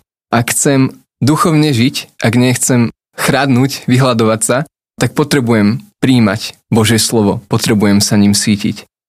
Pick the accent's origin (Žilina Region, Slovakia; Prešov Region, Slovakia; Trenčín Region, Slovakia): Žilina Region, Slovakia; Žilina; moved away as an adult; also born or lived in Levice; now in Trnava, Slovakia; Spomínal som, že som zo Žiliny, tam som aj uveril v 18. Potom po svadbe s Tinkou sme žili v Leviciach 4,5 roka a teraz momentálne od roku 21 bývame v Trnave